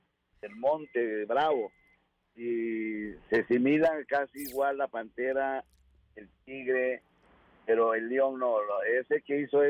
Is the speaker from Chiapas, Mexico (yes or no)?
yes; Chiapas, Mexico; Son de hojas de plátano estilo Oaxaca. Yo soy de Chiapas.